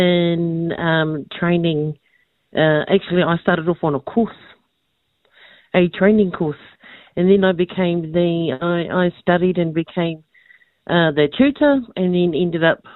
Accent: Manawatū-Whanganui, New Zealand; also born or lived in Marton; My whakapapa is Ngā Wairiki Ngāti Apa. I was born in Marton, raised in the Rangitike. I also whakapapa to Tuwharito, my grandparents are from there, and also Ngāti Kahumine, Moti o Marae, to be more specific

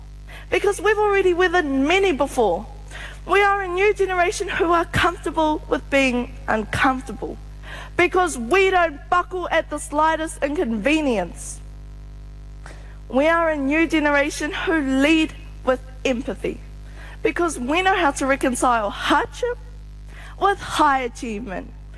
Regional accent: Kaikohe, Northland, New Zealand; I'm from Kaikohe, a community that grieves together.

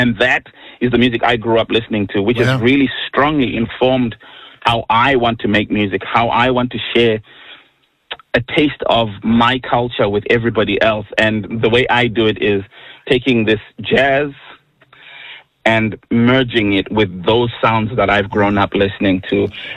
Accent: Zimbabwe; So growing up in Zimbabwe, you have quite a big celebration of traditional music. Each tribal group in the country has music that is very peculiar to them.

